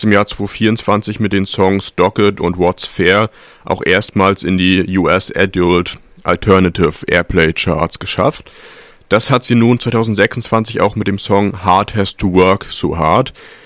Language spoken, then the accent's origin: German; Germany; zumindest würde ich jetzt als Deutscher das als Baum aussprechen.